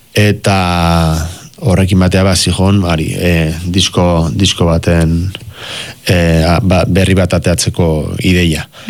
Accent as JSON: {"language": "Basque", "town": "Legazpi", "region": "Basque Country", "country": "Spain", "said": "ni Lehazpikoa naiz"}